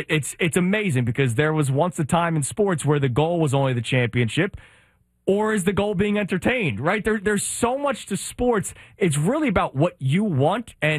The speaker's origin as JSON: {"language": "English", "town": "Philadelphia", "region": "Pennsylvania", "country": "United States", "said": "I know as a Philadelphian, whenever the Eagles trade for a player or sign a guy"}